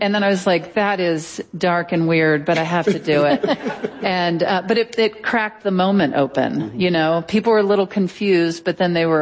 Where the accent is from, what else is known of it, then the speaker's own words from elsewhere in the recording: Mississippi, United States; When my stepfather passed away, we were burying him in Mississippi, in my hometown, and my whole family, everybody was there.